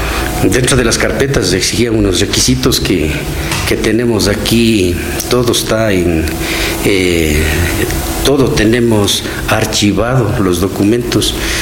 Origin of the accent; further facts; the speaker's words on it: Cañar, Ecuador; creo que soy de acá, de Cañar de Pachacuti Urbano, el único afiliado